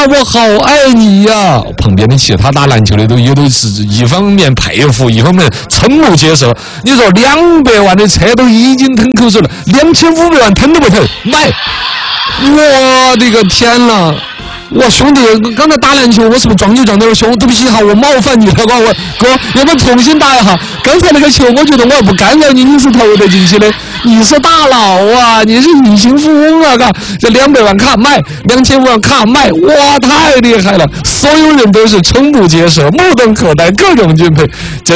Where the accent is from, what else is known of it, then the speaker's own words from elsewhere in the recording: China; 我们中国人